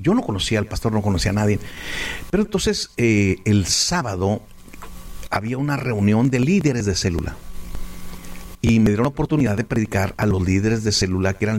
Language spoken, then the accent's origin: Spanish; Ciudad Juárez, Chihuahua, Mexico